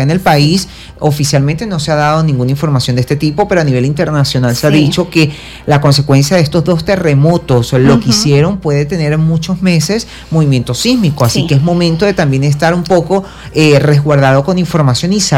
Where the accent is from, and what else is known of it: Venezuela